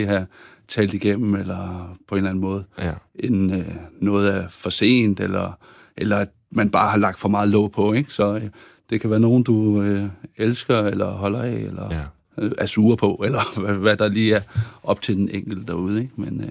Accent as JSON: {"language": "Danish", "town": "Orø Strand", "region": "Zealand", "country": "Denmark", "tie": "born or raised there", "said": "Så 100% at min opvækst på Ore Strand har præget mig i mit arbejde."}